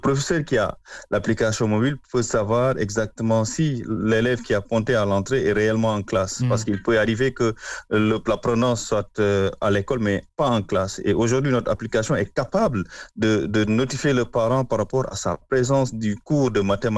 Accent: Senegal; j'en profite pour vous décrire un peu le taux de déperdition scolaire chez nous au Sénégal

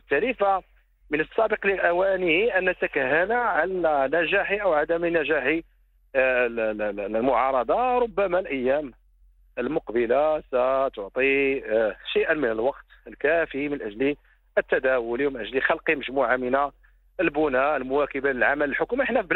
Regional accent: Morocco; من أجل خدمة بلدي المغرب من طنجة إلى الكويت

